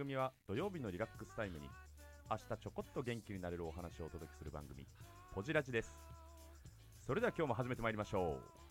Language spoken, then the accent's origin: Japanese; Kiyama, Saga, Japan; moved away; この木山町佐賀県の僕の地元なんですよ。